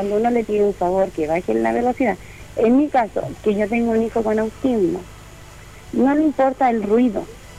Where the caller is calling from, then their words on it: Coronel, Biobío, Chile; De Yovilo, de la población Granfe